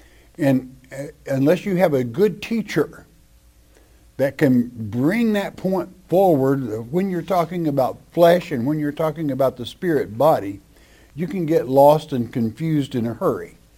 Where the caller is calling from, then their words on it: Florida, United States; from Florida.